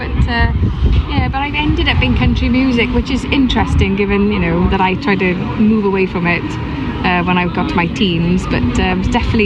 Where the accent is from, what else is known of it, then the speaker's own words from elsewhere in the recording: Wales, United Kingdom; growing up in South Wales